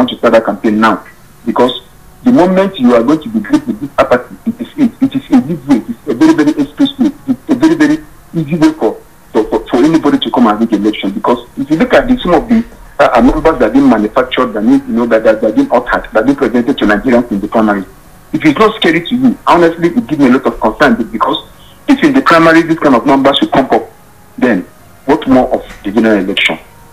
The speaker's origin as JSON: {"language": "English", "country": "Senegal", "said": "I'm from Senegal."}